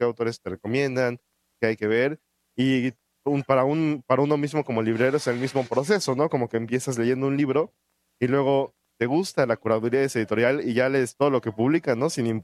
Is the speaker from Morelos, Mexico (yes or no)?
no; Texcoco, State of Mexico, Mexico; yo soy de Texcoco.